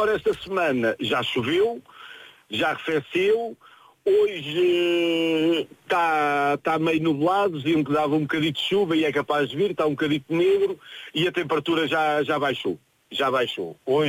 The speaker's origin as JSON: {"language": "Portuguese", "region": "Lisbon", "country": "Portugal", "said": "Não, eu sou de Lisboa, sou por genuíno de Lisboa, sou mesmo lisboeta. Sou do famoso bairro chinês, quem conhecia ali ao pé de Marvila."}